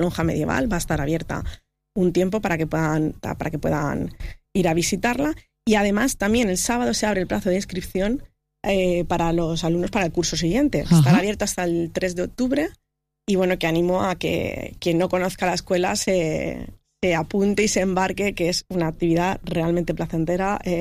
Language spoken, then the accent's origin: Spanish; Elche, Valencian Community, Spain; sobre todo si somos de Elche, como también en mi caso.